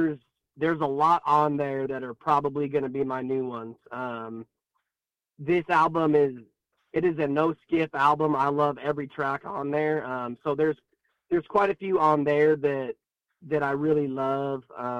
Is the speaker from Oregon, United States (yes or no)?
no; Sheridan, Wyoming, United States; Yeah, I'm from Sheridan, which is, you know, just over the mountains, over a few mountains from Afton.